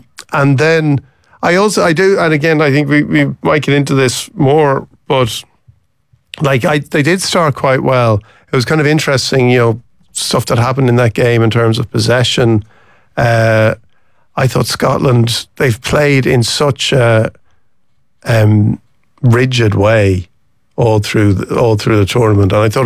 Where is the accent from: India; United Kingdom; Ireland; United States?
Ireland